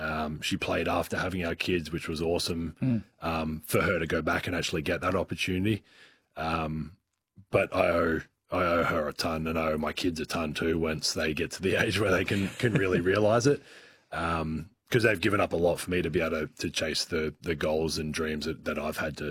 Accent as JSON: {"language": "English", "town": "Adelaide", "region": "South Australia", "country": "Australia", "tie": "born or raised there", "said": "Growing up in Adelaide and playing for the Tigers, like you just don't, those things never, like I wanted to play for Australia."}